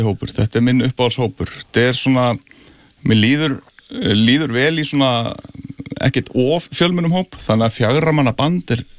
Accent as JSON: {"language": "Icelandic", "town": "Reykjavik", "region": "Capital Region", "country": "Iceland", "tie": "born or raised there", "said": "Já, ég ólst upp í Árbænum."}